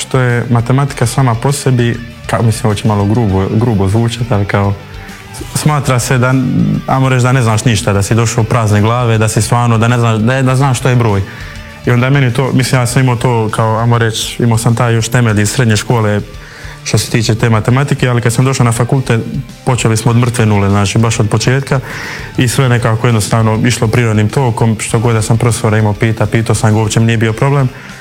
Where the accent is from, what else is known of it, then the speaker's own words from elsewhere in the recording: Dubrovnik, Dubrovnik-Neretva County, Croatia; Pa, mislim, ja sam tu iz Dubrovnika i ja sam tamo bio pohađao elektrotehnički smjer